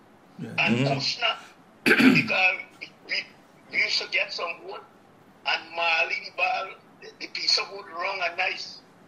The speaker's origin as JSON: {"language": "English", "town": "Queenstown", "region": "Eastern Cape", "country": "South Africa", "tie": "born or raised there", "said": "My childhood days in Queenstown, Essex River was wonderful."}